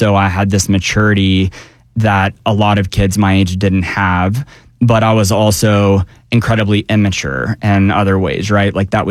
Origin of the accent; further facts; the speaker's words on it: Marietta, Georgia, United States; I grew up in Marietta, Georgia.